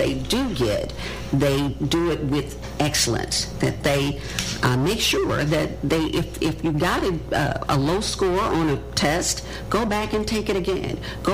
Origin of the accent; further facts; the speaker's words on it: Barre, Vermont, United States; Yes, and I grew up in Barre City.